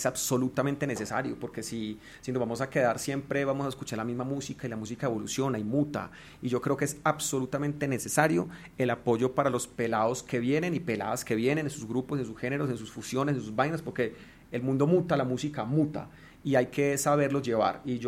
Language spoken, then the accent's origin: Spanish; Medellín, Antioquia, Colombia; yo que vengo pues de Medellín, que es como más discotequero, más relajado